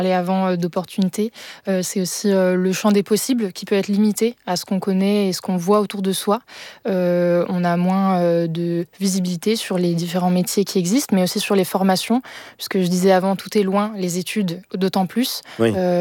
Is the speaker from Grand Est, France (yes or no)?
yes; Grand Est, France; moved away; moi, je viens d'Alsace